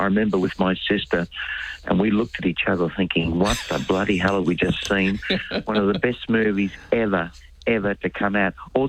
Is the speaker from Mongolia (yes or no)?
no; Manchester, North West England, United Kingdom; now in Australia; Okay. I'm from Manchester.